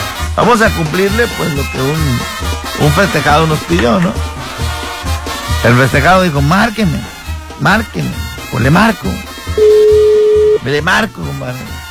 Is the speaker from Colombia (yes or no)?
no; El Coronel, Sinaloa, Mexico; el santo patrón de mi pueblo, Colonia Emancipación, el Coronel.